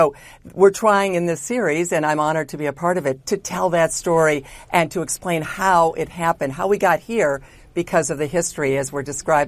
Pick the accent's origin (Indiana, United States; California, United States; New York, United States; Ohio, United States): Ohio, United States; Toledo; well, for me as a girl growing up in Toledo, Ohio, watching